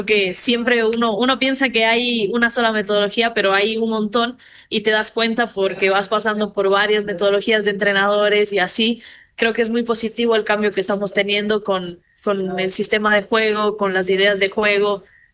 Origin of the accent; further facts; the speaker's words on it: Cuenca, Azuay, Ecuador; hablar un poco con gente de mi ciudad natal.